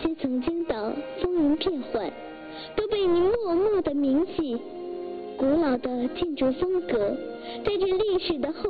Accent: Changchun, Jilin, China; 在祖国的东北大地上，有一座闪耀的城市，那就是我的家乡长春。

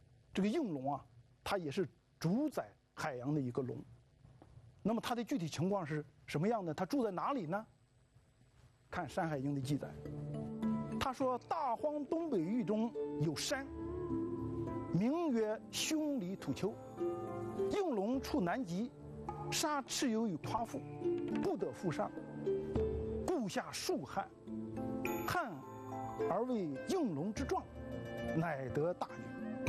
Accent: China; 我们中国人

